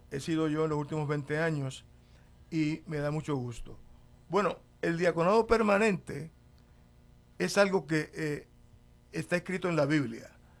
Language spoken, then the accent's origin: Spanish; Santa Isabel, Puerto Rico; Un saludo si hay por ahí algún Santa Isabelino escuchando, de Puerto Rico. Pues soy puertorriqueño. Resulta que en mi colonia, mi abuelito, que era carpintero, maestro carpintero, construyó una capilla.